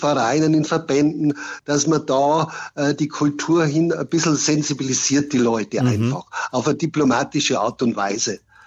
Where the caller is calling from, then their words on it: Regensburg, Bavaria, Germany; Ich bin ja aus Regensburg